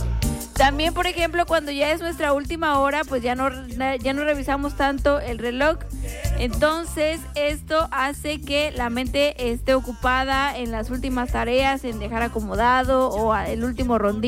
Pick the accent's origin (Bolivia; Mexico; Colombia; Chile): Mexico